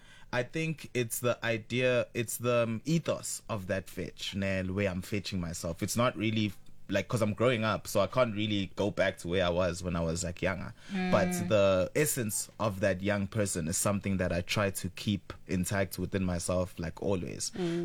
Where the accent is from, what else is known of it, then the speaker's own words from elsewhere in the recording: Empangeni, KwaZulu-Natal, South Africa; born there; So I guess I was born in Empangeni or in KZN, but how I was brought up was very much being curious about life.